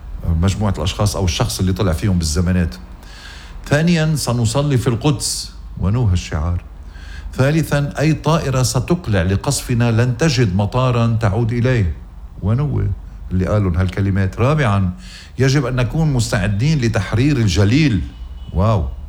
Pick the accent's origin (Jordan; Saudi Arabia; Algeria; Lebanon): Lebanon; Ghazir, Keserwan-Jbeil; من ضيعتي غزير